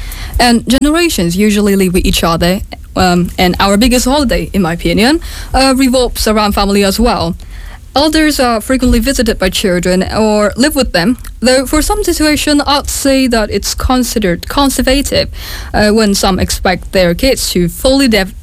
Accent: Hanoi, Vietnam; moved away as an adult; now in Finland; I am from Vietnam, a northern city in... I am from Hanoi, a northern city in Vietnam.

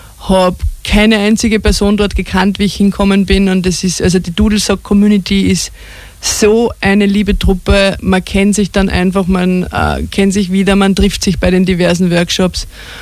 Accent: Upper Austria, Austria; now in St. Pölten, Austria; jetzt sind wir so viele Oberösterreicher, ich bin nicht gebürtige St. Pöltnerin

